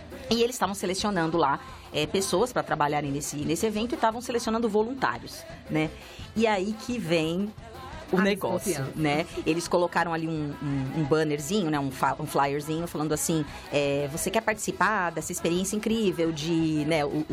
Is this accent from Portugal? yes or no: no; Brazil; Só que aí acaba, você acaba, como brasileiro, desconfiando de todo mundo.